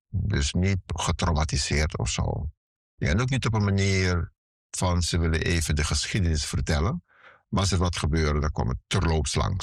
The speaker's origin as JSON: {"language": "Dutch", "country": "Suriname", "tie": "born or raised there", "said": "Ik ben in Suriname geboren en getogen."}